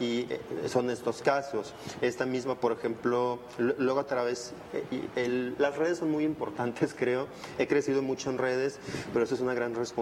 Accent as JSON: {"language": "Spanish", "town": "Tepic", "region": "Nayarit", "country": "Mexico", "said": "Aquí no es decir, pues es que soy de Nayarit, soy de Tepic."}